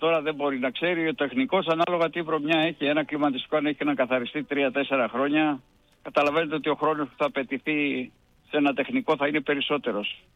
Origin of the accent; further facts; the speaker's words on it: Greece; είμαστε Έλληνες.